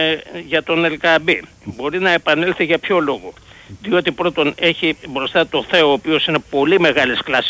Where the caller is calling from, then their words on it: Piraeus, Attica, Greece; από Πειραιά